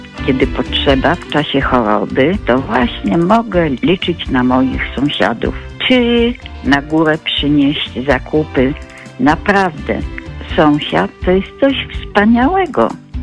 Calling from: Warsaw, Masovian Voivodeship, Poland; Jestem z Warszawy

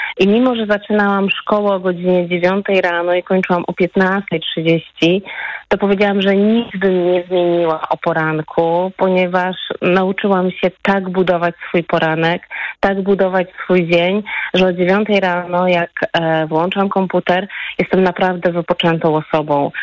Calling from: Gdańsk, Pomeranian Voivodeship, Poland; Ja powiedziałam, że jestem z Gdańska, ale przez chwilę się zawahałam, bo faktycznie dzisiaj przyjechałam do Gdańska.

